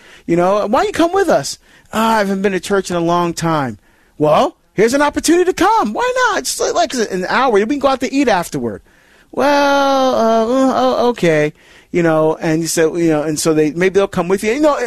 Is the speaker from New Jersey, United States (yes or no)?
yes; New Jersey, United States; calling from my home state of New Jersey, from Toms River.